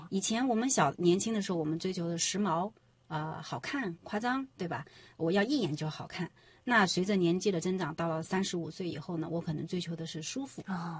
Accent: Shou County, Anhui, China; 我是出生在安徽六安寿县这个城市

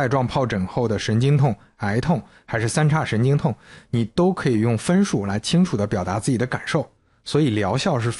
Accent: China; 而且随着我们中国人口老龄化，

